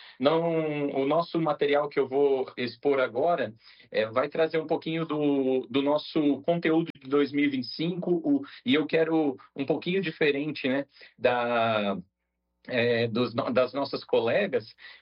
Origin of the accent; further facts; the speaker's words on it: São Paulo, Brazil; moved away as an adult; now in Piauí, Brazil; Eu sou do interior de São Paulo, sou formado em administração de empresa.